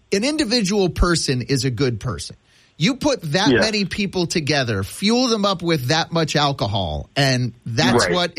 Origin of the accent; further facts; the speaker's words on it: Denver, Colorado, United States; I grew up in Denver.